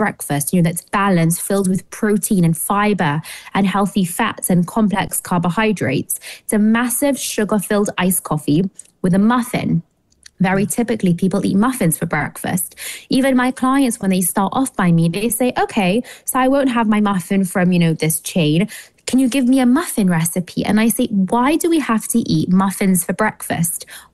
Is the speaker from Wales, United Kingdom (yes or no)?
no; London, United Kingdom; moved away; I'm from London originally, and the schooling's a little different.